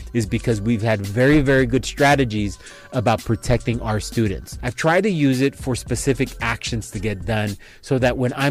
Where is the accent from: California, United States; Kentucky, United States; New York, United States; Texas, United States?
California, United States; Los Angeles; So I grew up in South LA. So I grew up by King and Arlington. School was challenging, you know, son of Mexican immigrants.